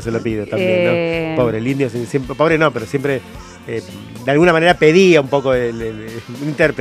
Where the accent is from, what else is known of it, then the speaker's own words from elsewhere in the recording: Argentina; habla de cómo somos los argentinos.